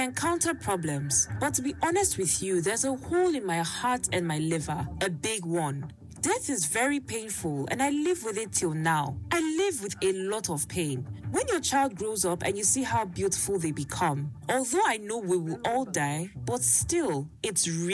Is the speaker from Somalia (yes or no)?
yes; Somalia; moved away; I grew up in Somalia